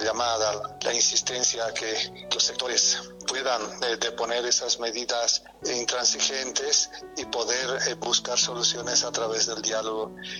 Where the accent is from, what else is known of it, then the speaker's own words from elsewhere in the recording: Bolivia; Recuerden que somos hermanos. hermanos, somos bolivianos, no somos enemigos.